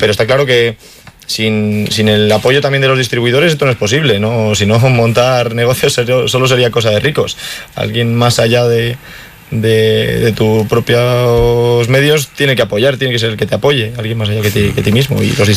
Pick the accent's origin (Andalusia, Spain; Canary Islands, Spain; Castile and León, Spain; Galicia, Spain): Castile and León, Spain; Monzón de Campos; Nosotros somos de Monzón